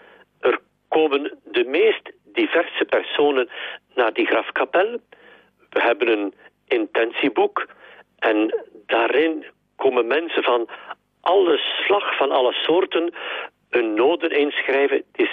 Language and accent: Dutch; Temse, Flanders, Belgium; omdat ik afkomstig ben van Temse.